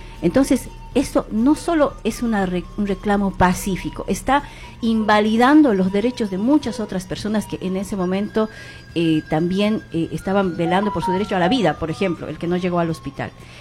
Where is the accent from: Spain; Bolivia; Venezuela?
Bolivia; como en mi país Bolivia